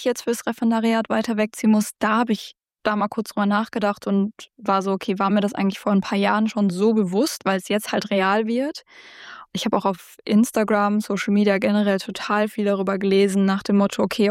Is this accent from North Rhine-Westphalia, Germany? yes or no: yes; North Rhine-Westphalia, Germany; okay, ich bin hier im Ländlichen, wo ich aufgewachsen bin auch. Und jetzt ist es aber so, okay, vielleicht komme ich auch einfach ans andere Ende von Nordrhein-Westfalen